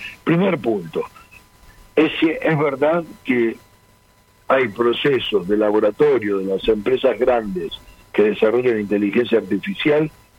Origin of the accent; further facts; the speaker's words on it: Argentina; esa necesidad que tenemos como país, como argentinos.